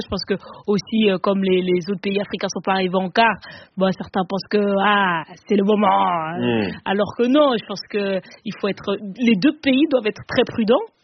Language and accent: French; Cameroon; Après, tu sais, je suis camerounaise